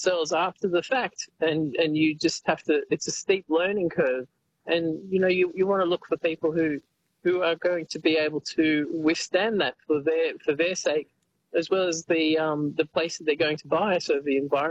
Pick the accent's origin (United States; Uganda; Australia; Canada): Australia; Sydney, New South Wales; Say I grew up in Sydney, and it was very much in the concrete jungle there.